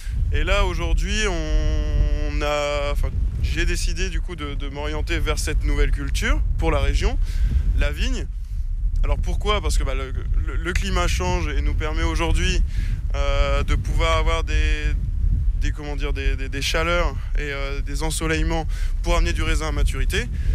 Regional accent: Hauts-de-France, France; ici dans le Nord-Pas-de-Calais, déjà c'est ma région natale

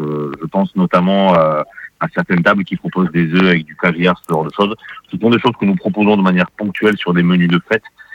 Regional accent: South-West France, France; moved away; moi, je suis originaire du Sud-Ouest.

